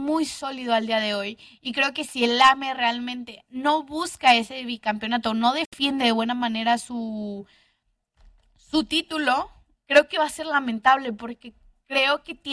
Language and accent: Spanish; Monterrey, Nuevo León, Mexico; accent: regio, golpeado; soy súper regia, o sea, soy lo más regio que existe.